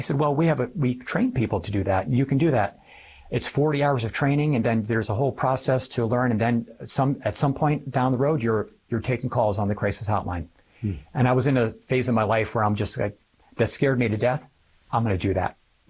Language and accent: English; Connecticut, United States; moved away as an adult; I'm from Connecticut.